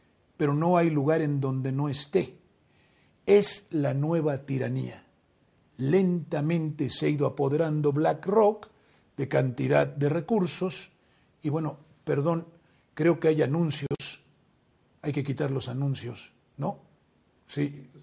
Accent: Mexico; como los mexicanos somos muy buenos anfitriones

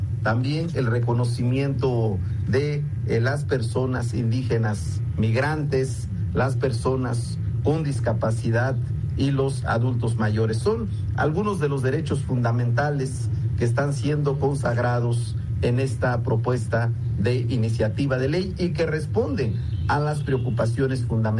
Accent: Mexico

